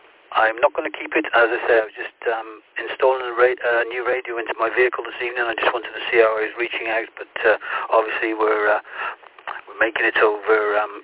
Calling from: South West England, United Kingdom; Yeah, I'm just running a mobile station on 25 watts from the southwest of the UK.

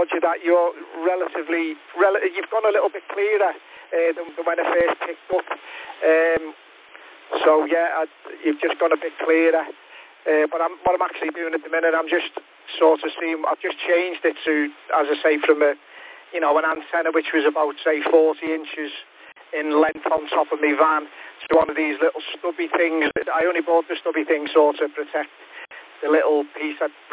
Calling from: Liverpool, North West England, United Kingdom; pushing out about 25 watts, and I'm coming in from Liverpool in the UK.

